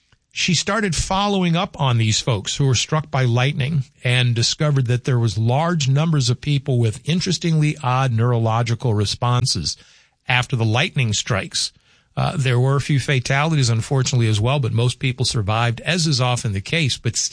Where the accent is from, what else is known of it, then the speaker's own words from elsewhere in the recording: the South, United States; now in Red River Valley, United States; Heat lightning, in my vernacular, growing up in the South